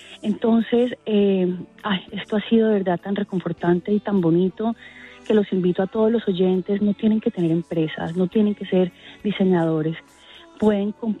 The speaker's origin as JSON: {"language": "Spanish", "country": "Colombia", "said": "los colombianos"}